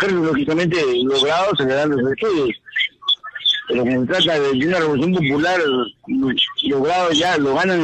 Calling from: Trujillo, La Libertad, Peru; saludos de Trujillo

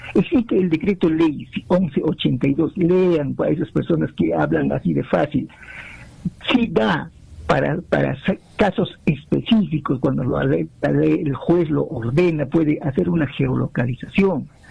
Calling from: Juliaca, Puno, Peru; de Juliaca

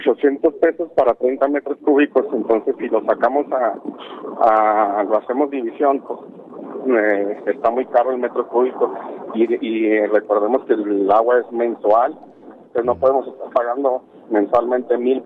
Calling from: Mexico; yo soy un habitante de Loma.

